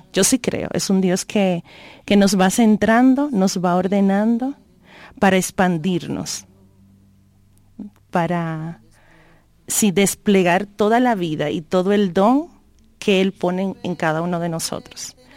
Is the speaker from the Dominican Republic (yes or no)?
yes; Dominican Republic; soy de República Dominicana, sí.